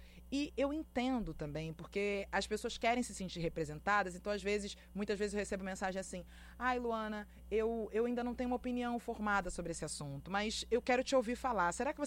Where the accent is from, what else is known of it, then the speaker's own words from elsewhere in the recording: Rio de Janeiro, Brazil; Eu sou carioca, moro no Rio de Janeiro, mas vou a Salvador com frequência.